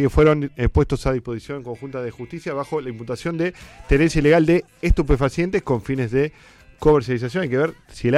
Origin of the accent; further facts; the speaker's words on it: Quilmes, Buenos Aires Province, Argentina; Nosotros somos de Quilmes